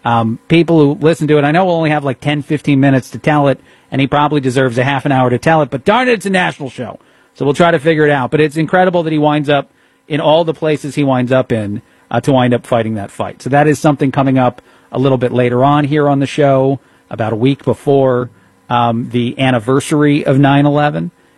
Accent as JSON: {"language": "English", "region": "New Jersey", "country": "United States", "tie": "born or raised there", "said": "I'm someone who was born and raised on the East Coast in Jersey"}